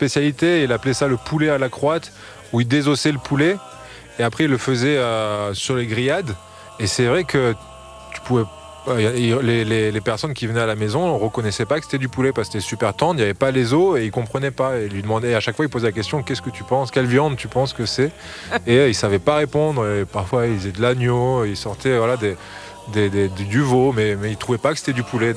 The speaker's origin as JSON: {"language": "French", "region": "Grand Est", "country": "France", "tie": "born or raised there", "also_born_or_lived": "Frontignan", "said": "on a vécu en Alsace, il est né là-bas. On a grandi en Alsace, c'est le premier point en France où on est venu. Et donc moi, je me sens chez moi en Alsace"}